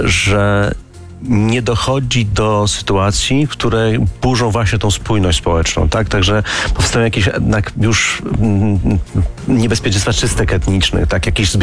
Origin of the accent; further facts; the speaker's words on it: Warsaw, Masovian Voivodeship, Poland; jeżeli rozmawiamy w Warszawie, obydwa jesteśmy z Warszawy